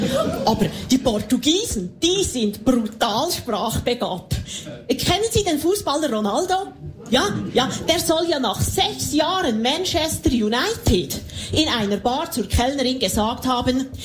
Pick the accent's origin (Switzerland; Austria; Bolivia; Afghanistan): Switzerland; German is a second language; Deutsch ist brutal schwierig. Für mich als Schweizerin ist Hochdeutsch eine schwierige Fremdsprache.